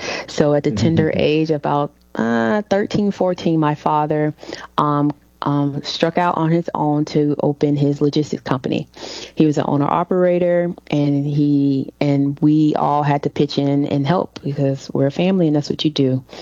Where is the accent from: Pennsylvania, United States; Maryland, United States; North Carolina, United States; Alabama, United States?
Alabama, United States; So I am from Alabama, the tri-area, so where Alabama, Mississippi, and Tennessee meets. I always tell people if they know where Huntsville is